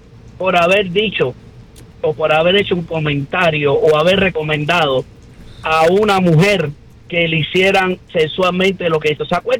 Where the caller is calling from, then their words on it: Cuba; Yo lo que soy es el majá cubano otra vez.